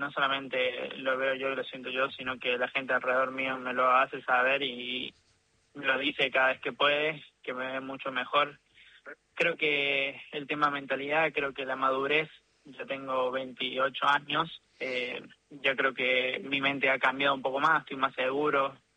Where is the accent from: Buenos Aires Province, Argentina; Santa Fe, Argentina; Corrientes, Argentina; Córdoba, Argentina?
Córdoba, Argentina; Yo soy de Estación Ferreira, que es una cuadrita que está al lado de Barrio Ituzaingó, pero mi barrio es solamente una cuadra.